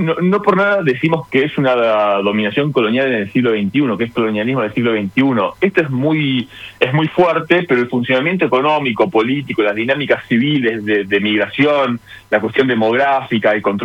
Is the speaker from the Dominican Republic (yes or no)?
no; Argentina; no voy a poder porque me van a rechazar la solicitud porque soy argentino